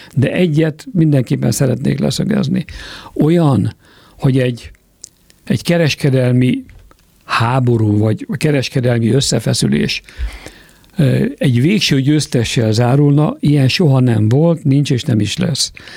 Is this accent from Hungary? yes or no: yes; Hungary; Mi magyarok vagyunk